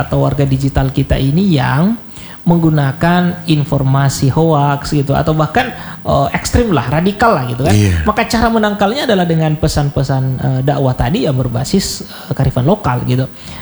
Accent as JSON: {"language": "Indonesian", "region": "South Sulawesi", "country": "Indonesia", "said": "Apalagi kan kita orang Bugis Makassar atau Sulawesi Selatan ini terjaga dengan yang tadi saya katakan"}